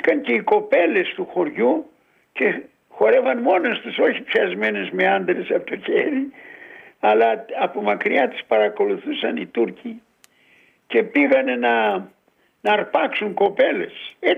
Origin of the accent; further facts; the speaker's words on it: Thessaly, Greece; εγώ που είμαι Θεσσαλός